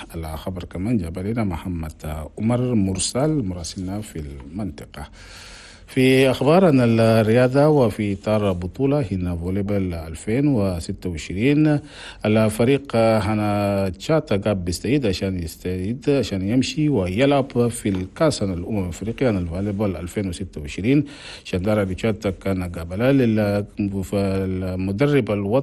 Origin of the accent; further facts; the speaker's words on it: Chad; حنا بلدنا تشاد